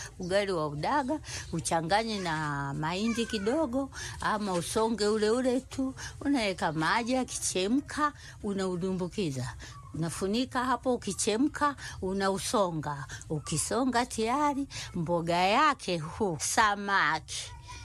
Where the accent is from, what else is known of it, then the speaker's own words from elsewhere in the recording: Dar es Salaam, Tanzania; now in Mara Region, Tanzania; Sasa kule kwetu tunaita ugali wa muhogo Dar es Salaam.